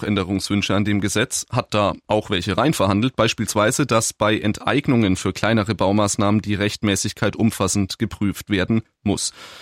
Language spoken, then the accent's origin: German; Bavaria, Germany; Ich bin da als gebürtiger Franke ja eher beim Bier.